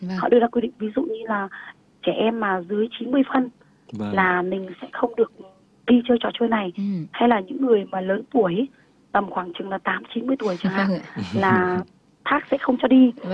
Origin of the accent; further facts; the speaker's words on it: Da Lat, Lâm Đồng, Vietnam; Chị sinh ra và lớn lên ở Đà Lạt. Nhưng mà làm du lịch thì được 18 năm rồi.